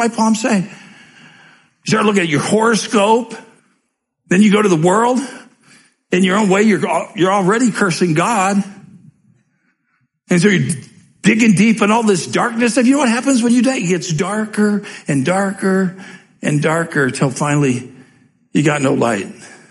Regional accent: Commerce City, Colorado, United States; I grew up in Commerce City, Colorado. It's really dark there. It was dark 52 years ago. It's still dark. Man, I am so old

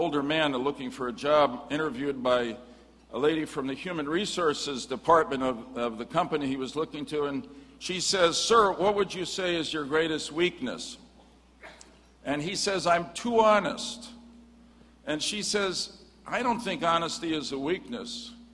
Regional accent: Stamford, Connecticut, United States; my hometown Shaliach from Stamford, Connecticut.

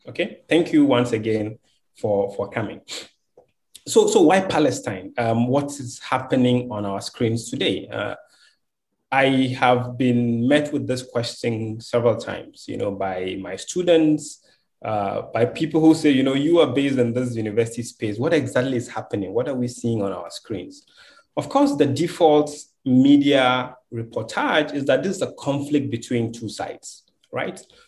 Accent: Ghana; growing up in Ghana

